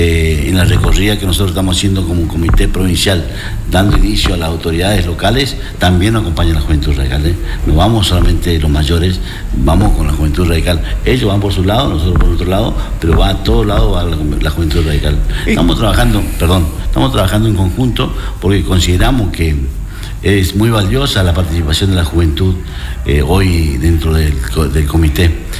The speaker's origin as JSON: {"language": "Spanish", "town": "Santa Silvina", "region": "Chaco", "country": "Argentina", "tie": "born or raised there", "said": "Yo soy de Santa Silvina y me acuerdo cuando yo era, tenía 13, 14 años"}